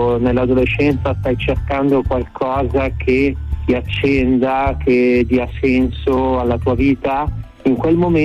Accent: Solaro, Lombardy, Italy; Stavo frequentando il liceo classico a Saronno, dove vicino a Solaro, che è il mio paese, un paesino vicino appunto alla città di Saronno.

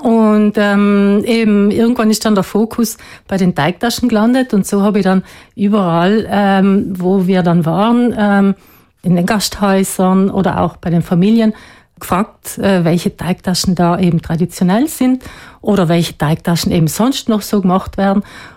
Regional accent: Trentino-Alto Adige, Italy

